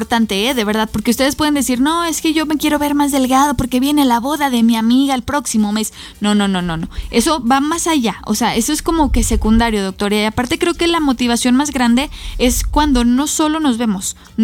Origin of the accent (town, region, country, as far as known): Mexico